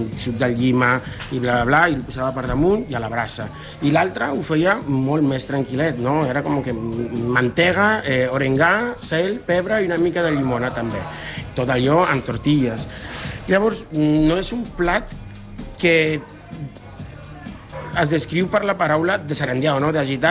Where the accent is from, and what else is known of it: Mexico; Catalan is a second language; moved away